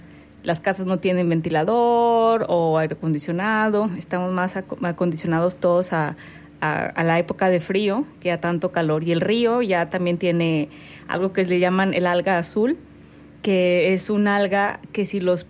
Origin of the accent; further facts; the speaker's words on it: San Luis Potosí, Mexico; Sí, yo me siento como si estuviera en mi tierra natal, San Luis.